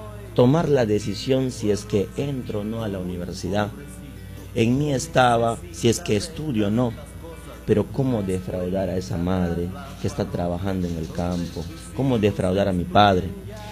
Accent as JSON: {"language": "Spanish", "town": "San Antonio de Litaya", "region": "Loreto", "country": "Peru", "tie": "born or raised there", "moved": "yes", "said": "yo nací y crecí en San Antonio de Litaya. Mis padres, campesinos los dos, no estudiaron una universidad"}